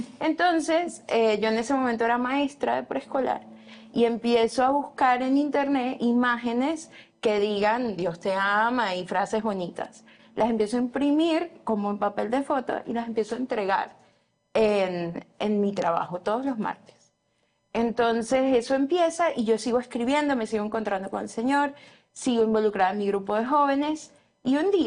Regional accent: Venezuela; now in United States; también soy venezolana, llevo 10 años aquí en Estados Unidos.

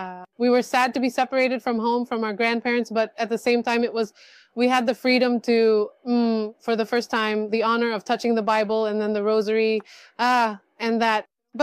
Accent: South India, India; now in Barcelona, Spain; And we are from India. We currently live here in the beautiful city of Barcelona now with our 6 wonderful children.

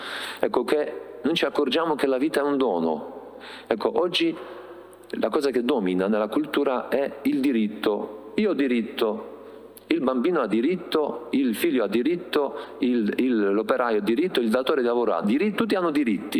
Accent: Poland; moved away; Io sono polacco

